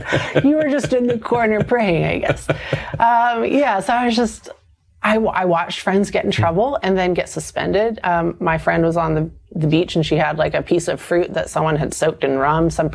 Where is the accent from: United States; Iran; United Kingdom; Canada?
United States; the South; growing up in the South